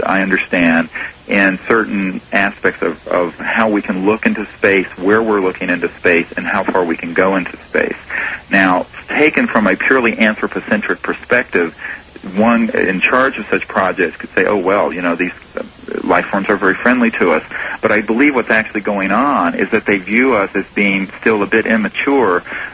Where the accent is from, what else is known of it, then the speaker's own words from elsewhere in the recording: United States; now in Blue Ridge Mountains, North Carolina, United States; I consider myself a very patriotic and proud American.